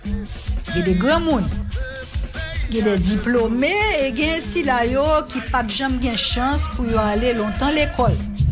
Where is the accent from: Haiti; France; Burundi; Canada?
Haiti; Est-ce que un papier, est-ce que un document suffit pour faire de nous-mêmes des haïtiens dans le sens le plus profond du terme?